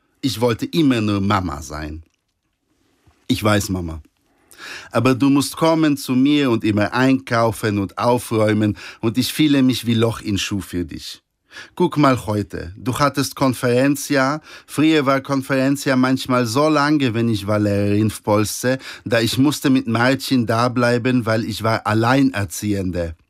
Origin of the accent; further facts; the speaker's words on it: Poland; Als Pole ist irgendwie zu sagen, versteck dich.